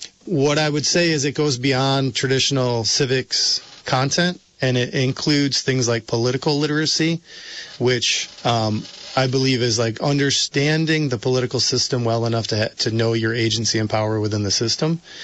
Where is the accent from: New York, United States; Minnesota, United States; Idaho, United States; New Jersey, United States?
New York, United States; I grew up in New York State. We had Regents exams.